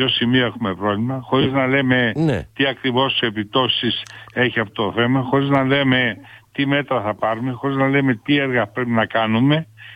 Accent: Kalavryta, West Greece, Greece; εμείς εδώ που μεγαλώσαμε στα Καλάβρητα

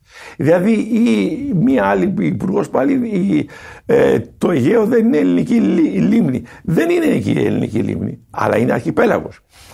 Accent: Iraklia, South Aegean, Greece; Δηλαδή στο νησί μου, στην Ηρακλιά

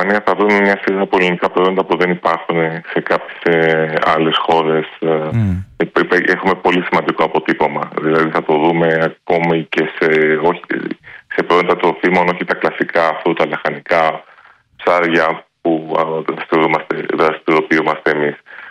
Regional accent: Katerini, Central Macedonia, Greece; now in Romania; εγώ αυτή τη στιγμή βρίσκομαι στην Κατερίνη, όπου και κατάγομαι.

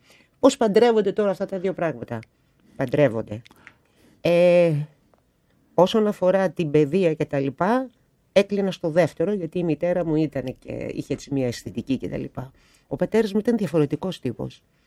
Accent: Elefsina, Attica, Greece; μεγάλωσα στην Ελευσίνα

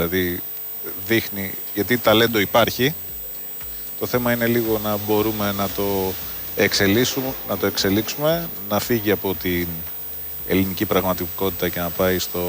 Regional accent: Greece; εμείς σαν Έλληνες

